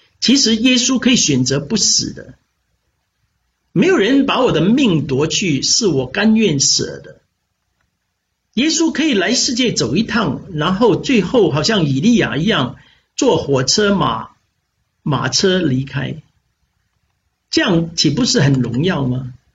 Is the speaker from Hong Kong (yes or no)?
yes; Hong Kong; moved away as an adult; 我心里想我在香港长大，我一直都没有离开过香港